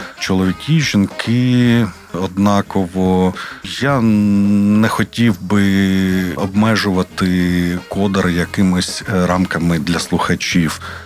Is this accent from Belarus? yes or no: no; Kryvyi Rih, Dnipropetrovsk Oblast, Ukraine; born there; я і Олександр, мій співавтор, композитор, ми народилися в Кривому Розі